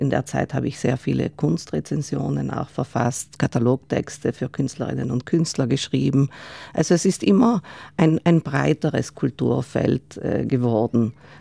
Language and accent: German; Bolzano, Trentino-Alto Adige, Italy; ich bin in der Bozner Sparkassestraße aufgewachsen, wo auch das Stadtmuseum steht.